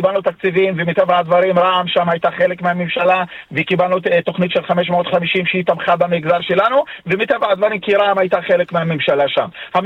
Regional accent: Northern District, Israel; אנחנו כמגזר בדואי בצפון, אני מדבר

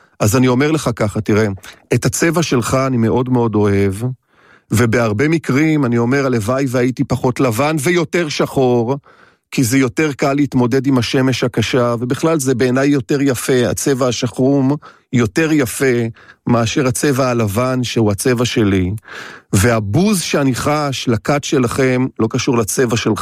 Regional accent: Haifa, Haifa District, Israel; born there; אני גם נולדתי בחיפה

